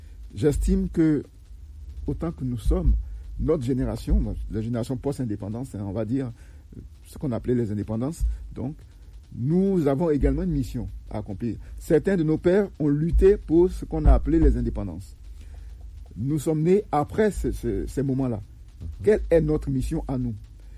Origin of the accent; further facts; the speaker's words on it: Dimbokro, Lacs, Côte d’Ivoire; born there; C'est ma région de naissance. Comme vous l'avez dit, je suis né à Dimbokro, okay, et donc cette ville est baignée par le Nzi